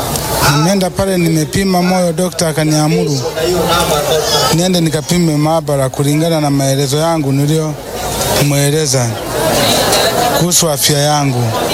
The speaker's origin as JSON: {"language": "Swahili", "town": "Katunguru", "region": "Mwanza", "country": "Tanzania", "said": "mkazi natokea Katunguru, wilaya ya Sengerema."}